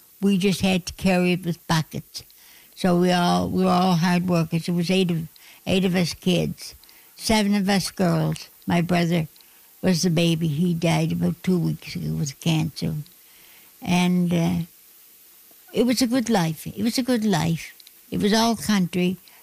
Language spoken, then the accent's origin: English; Lake Pleasant, Nova Scotia, Canada; also born or lived in Springfield; I was born in Springfield, Nova Scotia, but lived in a little country home in Lake Pleasant, right off Springfield.